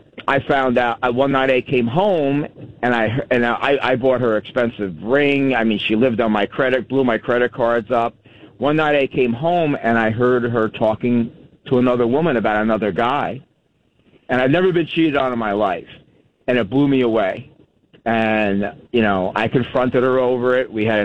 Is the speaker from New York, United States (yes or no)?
no; New Jersey, United States; I grew up in New Jersey, you know, and New Jersey